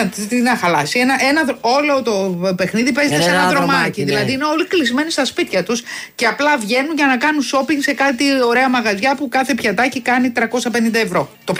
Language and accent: Greek; Greece; Ή εμείς ως Έλληνες τη βλέπουμε δικιά μας και τη θεωρούμε ωραία.